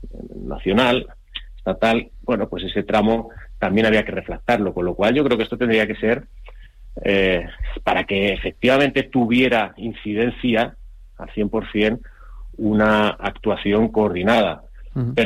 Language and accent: Spanish; Madrid, Community of Madrid, Spain; En Madrid, por ejemplo, yo soy de Madrid